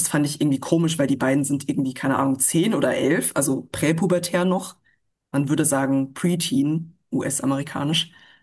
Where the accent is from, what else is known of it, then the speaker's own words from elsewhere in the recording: Bavaria, Germany; Und oh, das war eines meiner besten Erlebnisse in meiner Kindheit in Bayern.